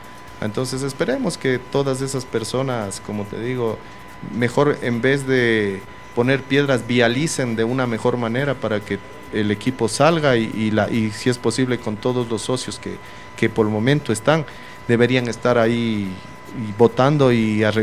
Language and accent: Spanish; Riobamba, Chimborazo, Ecuador; como somos de Riobamba